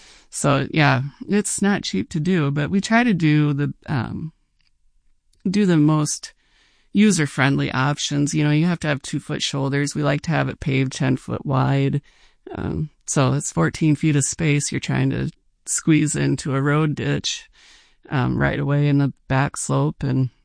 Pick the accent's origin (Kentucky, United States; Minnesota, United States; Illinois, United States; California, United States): Minnesota, United States; a lot of people from Minnesota, I'm from Minnesota originally